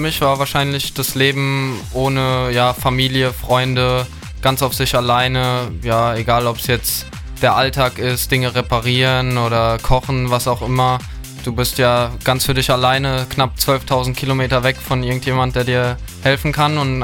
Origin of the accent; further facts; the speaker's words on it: Bad Münster, Germany; Ja, also tatsächlich, ich komme ja aus Bad Münster, also die Natur, die frische Luft, die Ruhe, die geht einem ein bisschen verloren